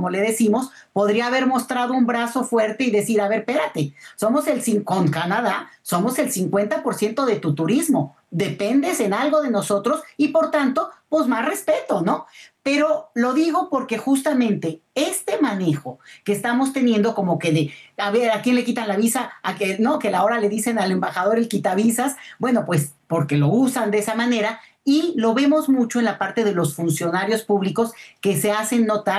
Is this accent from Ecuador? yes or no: no; Mexico; nosotros, como ciudadanos mexicanos